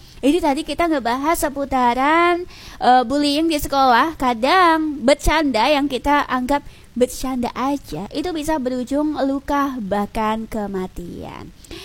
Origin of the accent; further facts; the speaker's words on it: Lamongan, East Java, Indonesia; Kita sebagai warga Lamongan